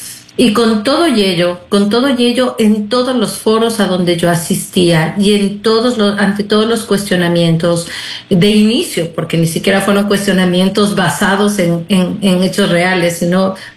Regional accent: Ecuador; moved away as an adult; now in Spain

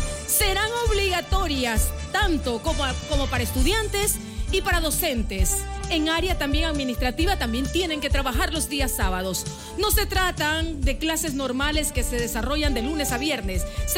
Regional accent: Ecuador

